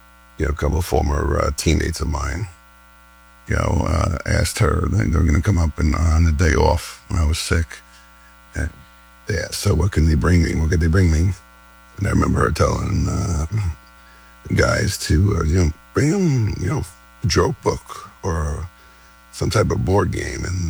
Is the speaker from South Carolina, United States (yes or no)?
no; New York City, New York, United States; between my personal family and, you know, growing up in New York City and my three brothers, New York City firemen